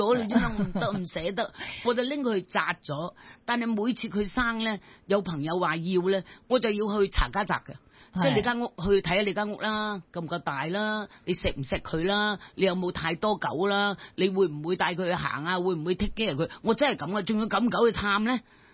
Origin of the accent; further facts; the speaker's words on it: China; 尤其是塘狗啊，我哋中国人嘅塘狗真系好鬼忠心啊